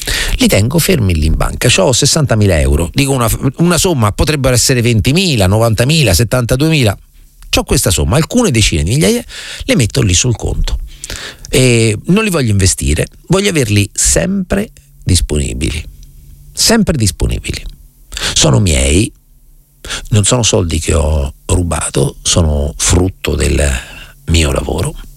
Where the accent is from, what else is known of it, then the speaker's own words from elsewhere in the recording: Rome, Lazio, Italy; noi a Roma, che siamo dotati di quella immediatezza tipica